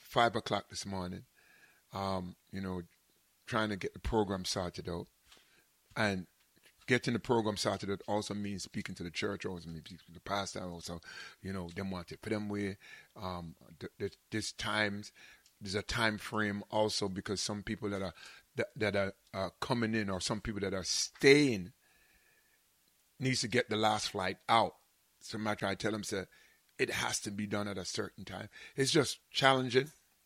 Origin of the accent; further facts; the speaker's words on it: Jamaica; accent: Jamaican; no matter how me feel like my Jamaican accent, proper.